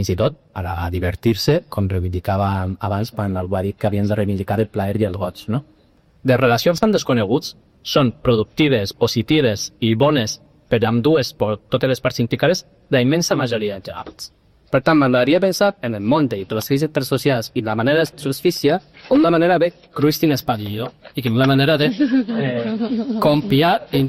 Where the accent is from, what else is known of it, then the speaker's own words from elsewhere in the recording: Cuenca, Castilla-La Mancha, Spain; jo vaig estudiar periodisme, soc de Cuenca, però vaig estudiar així a Blasco Ibáñez, a València, periodisme.